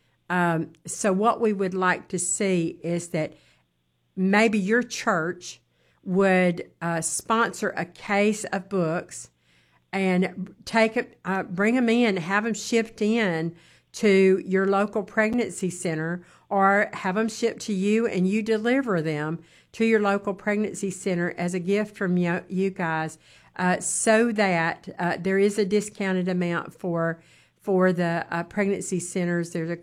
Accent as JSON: {"language": "English", "region": "Mississippi", "country": "United States", "tie": "born or raised there", "said": "She's my Mississippi sister because, see, that's my home state."}